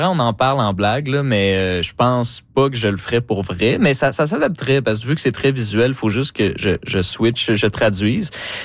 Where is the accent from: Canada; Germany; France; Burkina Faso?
Canada; Saint-Jérôme, Quebec; moi, je viens de Saint-Jérôme, puis eux aussi.